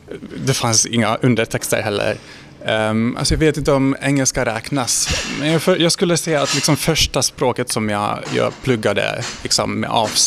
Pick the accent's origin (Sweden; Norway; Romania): Romania; Cluj-Napoca, Cluj County; first language Hungarian and Romanian; Swedish is a second language; moved away as an adult; also born or lived in Austria / Germany; now in Finland; Jag är uppvuxen i Cluj-Napoca i Rumänien, i Transylvanien. Och ja, det finns en ungerspråkig minoritet då. Mm. Det är lite samma sak som att vara finlandssvensk i Finland. Precis. Jag är Rumäniens ungrare kan man säga.